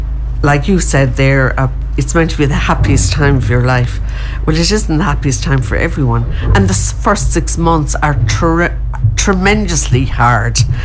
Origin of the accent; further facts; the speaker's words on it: Tipperary, Munster, Ireland; moved away; I'm originally from Tipperary, my husband's from Kilkenny.